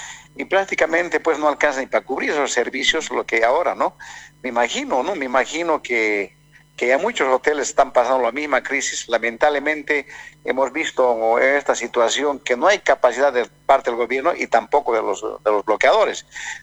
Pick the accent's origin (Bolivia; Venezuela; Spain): Bolivia